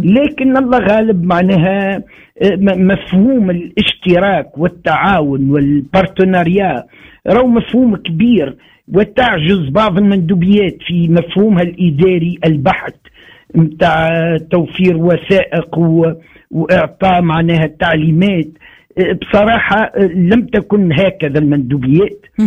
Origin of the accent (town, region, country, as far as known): Tunisia